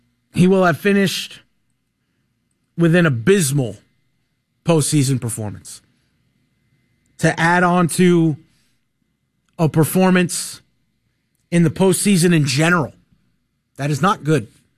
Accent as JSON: {"language": "English", "region": "New York", "country": "United States", "tie": "born or raised there", "moved": "yes", "lives_now": "Atlanta, United States", "said": "Trust me, I grew up with those people. You know, I grew up in New York and Philly was right down the road."}